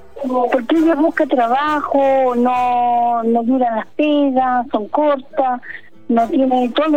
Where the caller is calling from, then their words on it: Santiago, Santiago Metropolitan Region, Chile; Yo no estoy en Santiago, yo soy de Santiago.